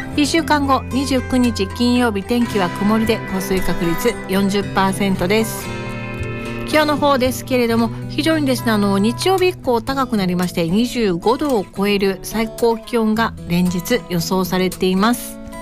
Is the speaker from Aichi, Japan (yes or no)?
yes; Aichi, Japan; moved away; 愛知はね、自分の実家があるので